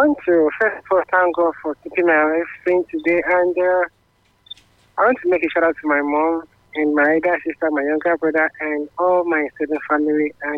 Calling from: Oluku, Edo, Nigeria; Okay, this is … calling from Oluku.

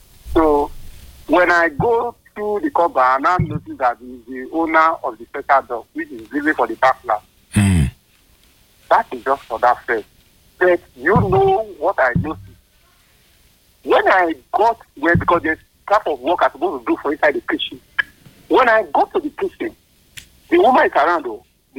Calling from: Lagos, Nigeria; I'm calling from Lagos.

